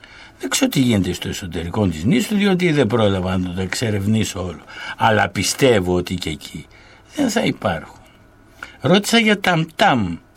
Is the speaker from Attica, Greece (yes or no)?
yes; Athens, Attica, Greece; «Νο», απάντησα, «je suis Athènes», δηλαδή από της Αθήνας.